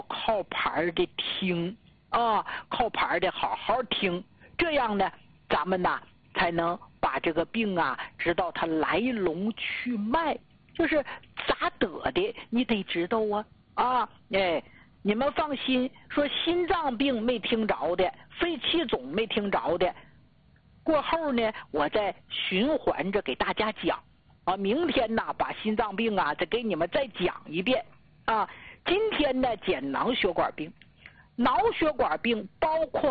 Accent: Northeast China, China

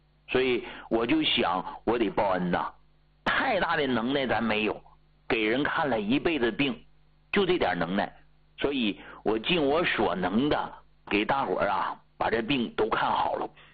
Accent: Hegang, Heilongjiang, China; now in Beijing, China; 你说我一农村的，大家都知道我是哪儿的吧，黑龙江鹤岗那么个小地方，而且呢家里边是种菜的啊，属于农民啊，农民家的孩子，

